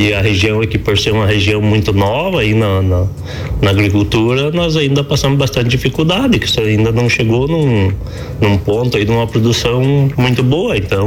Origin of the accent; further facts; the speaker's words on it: Paraná, Brazil; Sim, na verdade, eu sou natural lá do Paraná e venho de uma família que já são todos produtores há muitos anos.